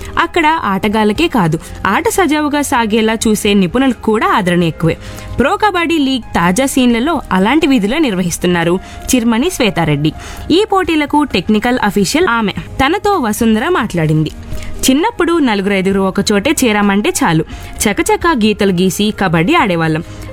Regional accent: Telangana, India; మాది రంగారెడ్డి జిల్లా వ్యవసాయ కుటుంబం.

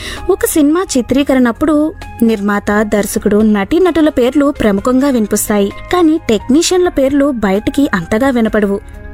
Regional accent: Nagpur, Maharashtra, India; also born or lived in Bengaluru; వృత్తిరీత్యా మహారాష్ట్రలోని నాగ్పూర్లో ఉండేవారు. నేను అక్కడే పుట్టి పెరిగాను. మళ్ళీ బెంగళూరుకి వచ్చాం. దాంతో అక్కడే నా చదువంతా సాగింది.

